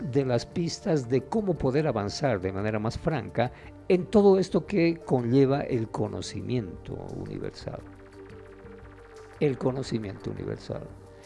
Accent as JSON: {"language": "Spanish", "country": "Bolivia"}